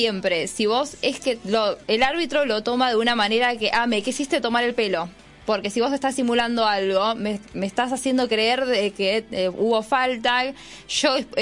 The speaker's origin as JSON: {"language": "Spanish", "country": "Argentina", "said": "como somos los argentinos"}